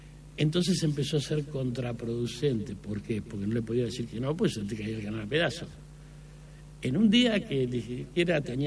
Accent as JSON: {"language": "Spanish", "region": "Buenos Aires", "country": "Argentina", "tie": "born or raised there", "said": "Nací en Villa Crespo, me crié toda la vida en Villa Crespo"}